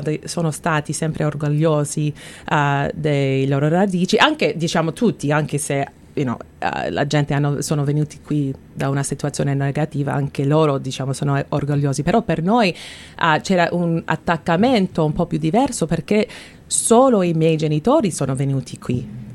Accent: Canada; io sono nata, cresciuta in Canada, però sono vissuta dentro un piccolo Italia nella casa mia, perché il cibo, la musica, la televisione, la lingua, tutto in italiano sempre.

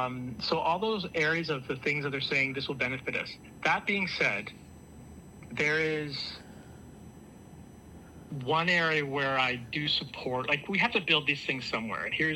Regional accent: Canada; as a Canadian citizen

